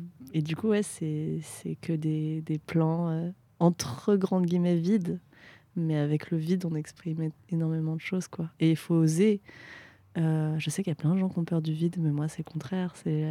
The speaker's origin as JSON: {"language": "French", "country": "France", "tie": "born or raised there", "said": "j'ai grandi en France parce que l'éducation, mais aussi au Vietnam, en fait, parce que je peux pas parler vietnamien."}